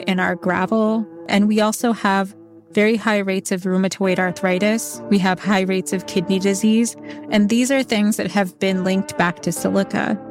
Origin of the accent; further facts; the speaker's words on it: Alaska, United States; I'm from St. Lawrence Island.